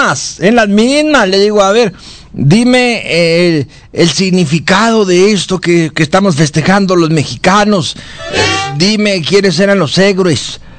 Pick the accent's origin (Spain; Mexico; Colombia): Mexico; Soy pura mexicana, nacida en esta tierra.